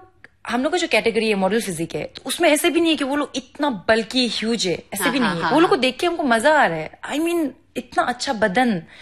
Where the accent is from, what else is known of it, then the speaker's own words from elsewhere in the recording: Naharlagun, Arunachal Pradesh, India; also born or lived in Kurung Kumey district; Born and brought up पूरा नाहरलगन में हुआ।